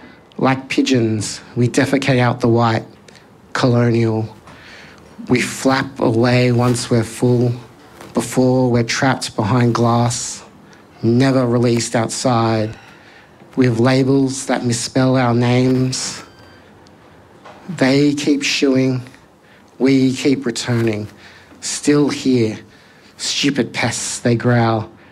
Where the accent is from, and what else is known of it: New South Wales, Australia; born or raised there